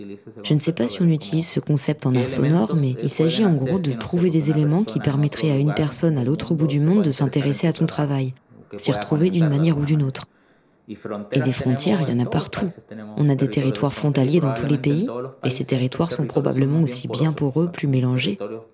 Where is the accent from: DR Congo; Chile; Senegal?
Chile; Arica, Arica y Parinacota; je viens d'Arica, une ville située à la frontière nord du Chili, partagée avec le Pérou et la Bolivie.